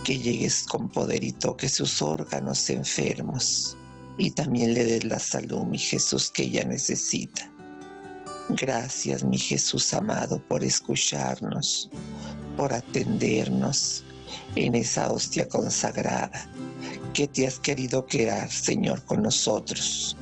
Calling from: Santa Bárbara, Chihuahua, Mexico; De Santa Bárbara, Chihuahua.

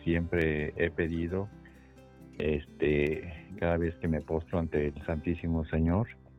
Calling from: Morelia, Michoacán, Mexico; De aquí, desde la ciudad de Morelia.

